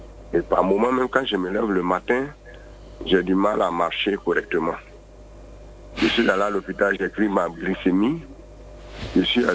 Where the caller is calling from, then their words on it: Abidjan, Côte d’Ivoire; j'appelle d'Abobote.